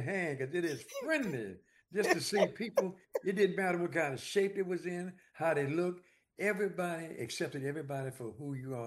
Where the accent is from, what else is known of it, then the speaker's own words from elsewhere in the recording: Washington, District of Columbia, United States; moved away; I grew up in Washington, D.C.